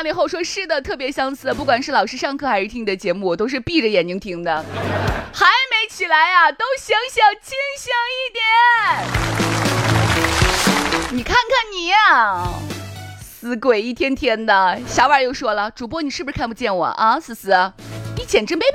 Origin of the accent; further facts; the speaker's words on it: Xi'an, Shaanxi, China; 现在我住的这个地方呢是长安区没毛病，但我的老家呢在高新3期。